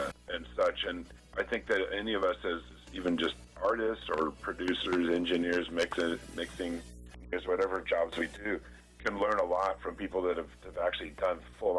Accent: the South, United States; and I came from the South, a very segregated community, and I didn't like it.

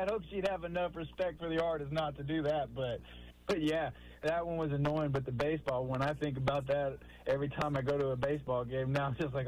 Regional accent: Texas, United States; But it was while I was there, and I'm from Texas, and I was just watching a friend play, and a son of a friend play

